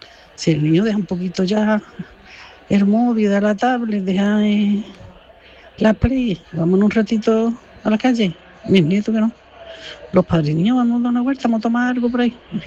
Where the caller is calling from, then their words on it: Seville, Andalusia, Spain; desde Sevilla. Bueno, los juegos de antes de la calle eran maravillosos. Yo tengo ya 69 años.